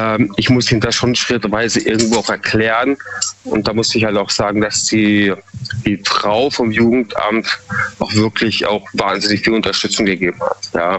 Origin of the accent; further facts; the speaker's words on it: Munich, Bavaria, Germany; now in Freiburg, Germany; Also ich bin ursprünglich aus Bayern, ja, Münchner Kindl. Und bewusst bin ich damals eben nach Eichstätten, also nach Freiburg gezogen, um mich einfach so ein bisschen zu distanzieren.